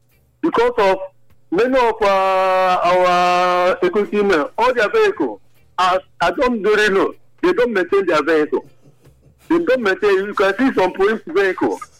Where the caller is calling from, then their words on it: Edo, Nigeria; I'm calling from Opashi since September precisely.